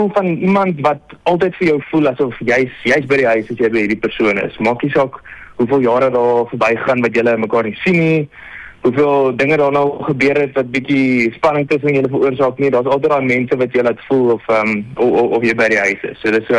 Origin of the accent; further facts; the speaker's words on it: Durbanville, Western Cape, South Africa; ek is ook net hier om die draai van julle, of nie om die draai nie. Ek is van Durban wil